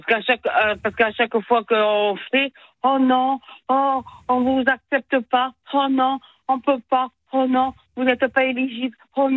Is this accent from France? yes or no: yes; France; Non, pas demandeur d'asile, mais franchement, nous on est français